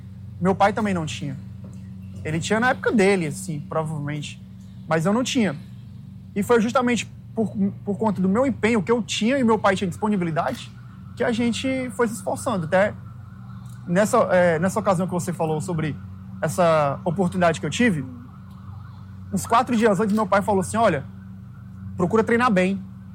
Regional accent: Cascavel, Ceará, Brazil; moved away as an adult; é um homem hoje, né, de Cascavel, Ceará, onde todo mundo sabe da minha vida lá na minha cidade, todo mundo sabe o que é que eu fiz lá, acho que dos meus primeiro ano até os 20, na pracinha do Maninho

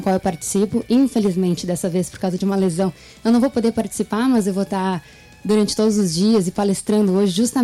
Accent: Rio Grande do Sul, Brazil; now in Ceará, Brazil; sou gaúcha, mas apaixonada pelo Ceará e tô morando aqui.

